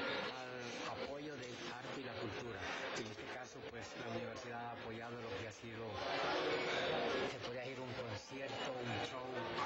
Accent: Juticalpa, Olancho, Honduras; en nuestra ciudad de Juticalpa

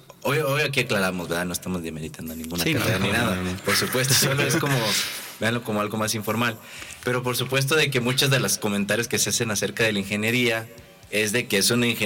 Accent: Rincón de Romos, Aguascalientes, Mexico; somos de Rincón de Romos, Onan y yo. Hemos crecido ahí.

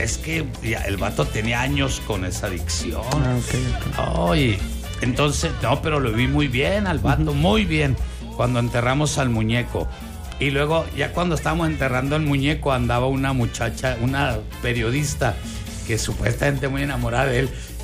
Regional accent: Delicias, Chihuahua, Mexico; born there; yo vine a mi tierra, Delicias.

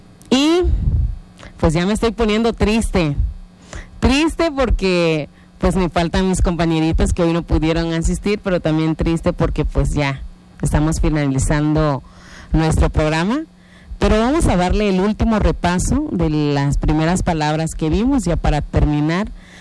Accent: Mexico; lo que nos representa como mexicanos

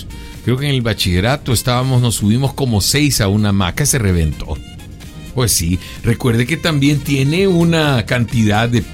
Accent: El Salvador; Como buen salvadoreño, siempre se echa el rollo

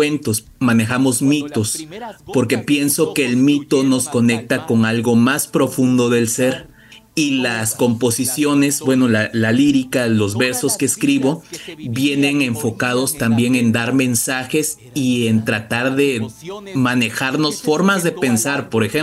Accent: Veracruz, Mexico; Somos todos veracruzanos

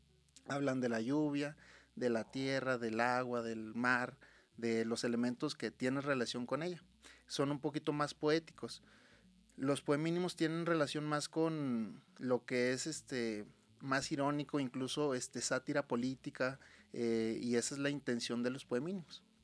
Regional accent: Río Grande, Zacatecas, Mexico; aquí de mi tierra, Río Grande

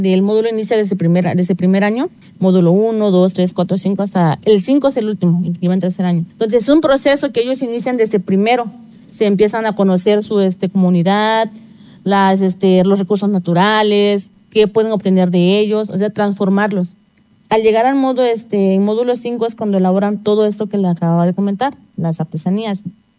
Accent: Cochoapa, Guerrero, Mexico; soy originaria de Cochuapa, pero estoy trabajando aquí como docente en el Bachillerato Intercultural Plantel 08 Zacualpan.

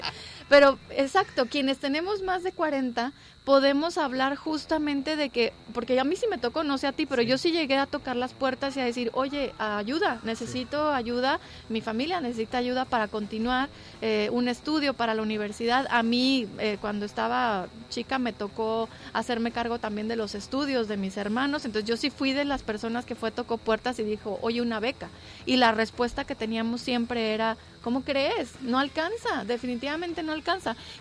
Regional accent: Mexico

